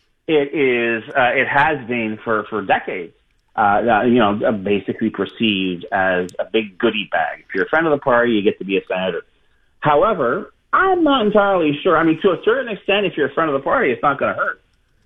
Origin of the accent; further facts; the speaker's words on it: Montreal, Quebec, Canada; There was a time I really was proud to say I was from Montreal. There was a time I looked at Montreal and said, man, this is a great place. This is a mark. There is no other place like this on earth.